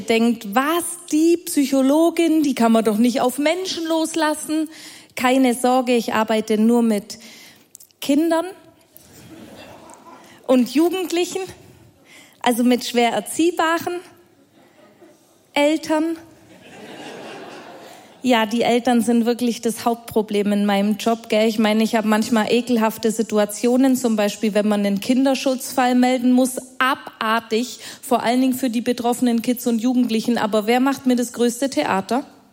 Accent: Bavaria, Germany; ich komme aus Bayern, also aus dem schwäbischen Teil Bayerns.

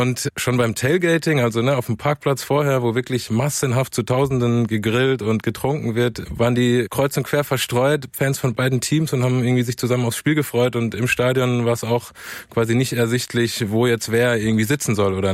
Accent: Pforzheim, Baden-Württemberg, Germany; also ich komme aus Pforzheim.

